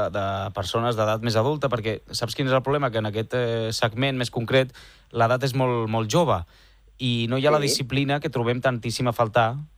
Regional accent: Catalonia, Spain; now in Madrid, Spain; Sí, conec molt bé Martorell. És que jo també soc català.

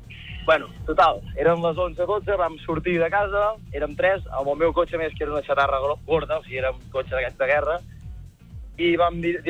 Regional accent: L'Esquirol, Catalonia, Spain; soc de l'Esquirol, que és un poble allà perdut a Osona

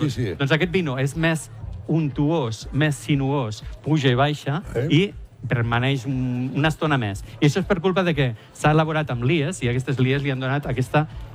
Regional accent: Ginestar, Catalonia, Spain; Jo sóc de Ginestar.

